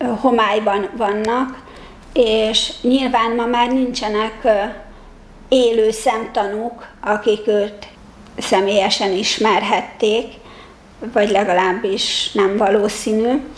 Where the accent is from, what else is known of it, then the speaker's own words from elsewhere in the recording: Budapest, Hungary; Rádöbbentem, hogy én itt ezekben az utcákban látó gyermekként születtem, de amikor a látásomat elveszítettem, akkor bekerültem a vakok iskolájába, aztán a Teleki Blanka gimnáziumba jártam, az is itt Zuglóban